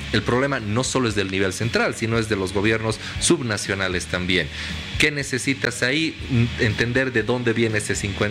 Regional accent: Bolivia

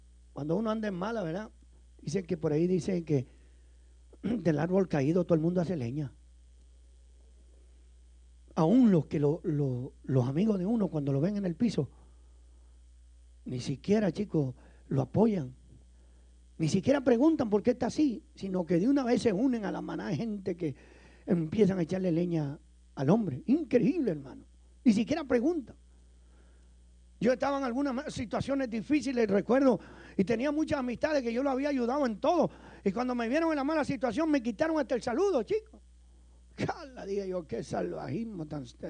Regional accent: Venezuela; also born or lived in Italy; yo soy italiano, hermano. Está raro, pero es así, como le dije. Italiano, criado por allá por Venezuela. Tenemos como 56 años de edad

